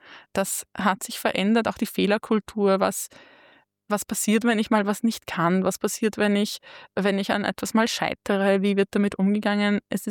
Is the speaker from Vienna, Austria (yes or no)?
yes; Vienna, Austria; Also ich bin selber in Simmering in einer Pfarre aufgewachsen, wo in unserem Pfarrklientel eine ganz bunte Mischung aus Menschen ist.